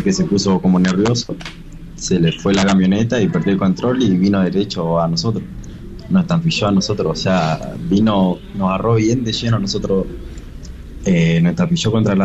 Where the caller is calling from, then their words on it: Esperanza, Santa Fe, Argentina; yo soy de Esperanza